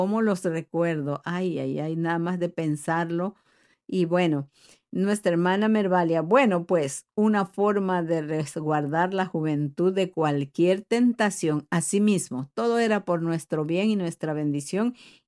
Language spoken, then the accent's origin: Spanish; Tabasco, Mexico; moved away; Yo me recuerdo de muchas frutas que por acá no existen, pero que en mi estado de Tabasco, sí